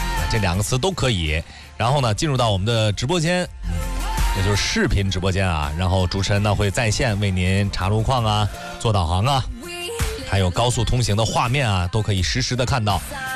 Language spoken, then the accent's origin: Chinese; Hebei, China; 咱们河北人